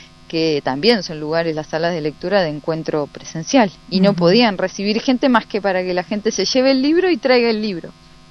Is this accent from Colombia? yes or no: no; Trevelin, Chubut, Argentina; le pregunté a la bibliotecaria de acá, de la biblioteca popular de mi pueblo, de Trevelin